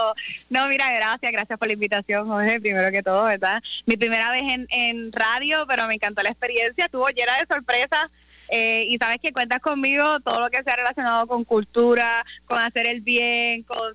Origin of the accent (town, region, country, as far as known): Puerto Rico